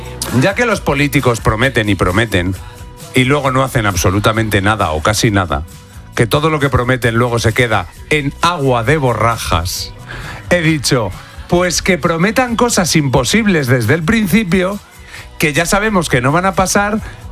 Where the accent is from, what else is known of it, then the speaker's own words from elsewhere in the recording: Spain; No puede ser que tú, como españoles que somos, si vemos una cola nos ponemos por si hay trinque